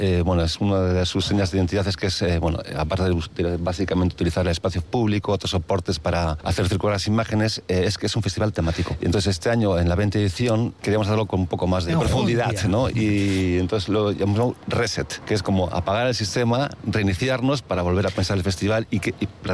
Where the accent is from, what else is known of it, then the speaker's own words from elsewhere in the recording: Getxo, Basque Country, Spain; also born or lived in Bilbao; Yo soy de Getxo, pero me he enterado hace poco que nací en Bilbao.